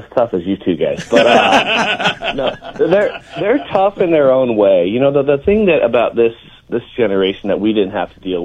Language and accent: English; West Coast, United States; You know, I grew up on the West Coast watching the Dodgers, the Giants, the A's, and all those teams